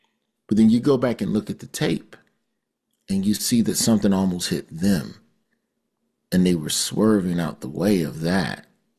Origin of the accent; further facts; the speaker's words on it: the South, United States; When I was growing up in the South, consistent male role models were far and few in between.